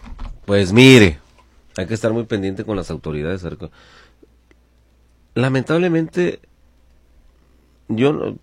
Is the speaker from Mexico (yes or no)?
yes; Mexico